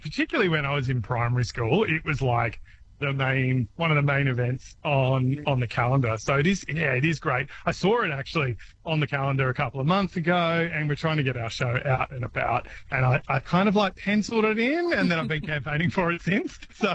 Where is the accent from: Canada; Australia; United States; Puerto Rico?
Australia; Dubbo, New South Wales; born or raised there; moved away